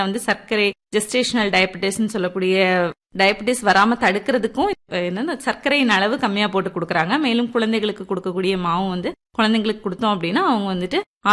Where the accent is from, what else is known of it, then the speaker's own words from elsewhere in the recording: Kanyakumari district, Tamil Nadu, India; நான் வந்துட்டு இளந்தேடுத்தட்டுங்கிற கன்னியாகுமரி மாவட்டத்துல இளந்தேடுத்தட்டுங்கிற கிராமத்துல பிறந்தேன்.